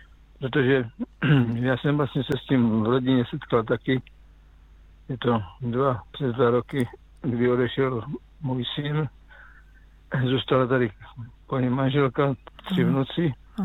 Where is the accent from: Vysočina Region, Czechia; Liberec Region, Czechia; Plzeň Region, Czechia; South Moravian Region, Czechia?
South Moravian Region, Czechia; Žeravice; also born or lived in Kopřivnice; já jsem teda z Kopřivnice, ale vyrůstal jsem v Žeravicích, takže to je 6 km od Bzence.